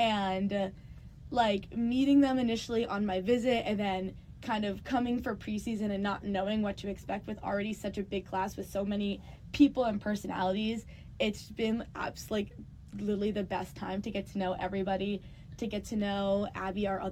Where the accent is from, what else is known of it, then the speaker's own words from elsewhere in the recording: Massachusetts, United States; Can you tell I'm from New England? Fenway is just super fun. I've been there a lot in growing up in Massachusetts